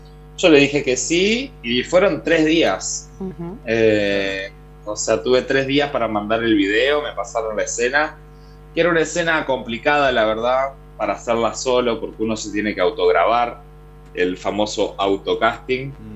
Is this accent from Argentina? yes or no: yes; Gualeguay, Entre Ríos, Argentina; moved away; Yo siento que hay algo de mística en Gualeguay, no sé. Quizás es el cariño que tengo de las raíces, que empecé ahí